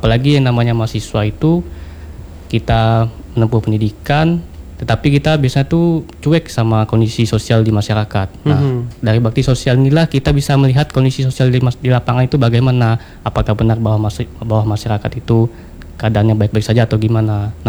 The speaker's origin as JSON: {"language": "Indonesian", "town": "Kubu Raya", "region": "West Kalimantan", "country": "Indonesia", "said": "Kalau saya dari Kuburaya bang."}